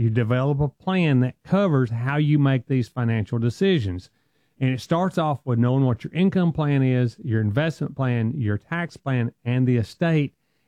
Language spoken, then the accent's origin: English; the South, United States; accent: strong Southern; I'm from the South and I got a strong accent